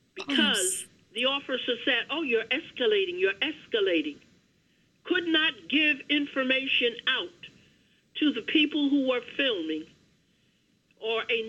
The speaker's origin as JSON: {"language": "English", "town": "Long Island", "region": "New York", "country": "United States", "said": "So anyone out there … from Long Island, and I've called BAI a number of times"}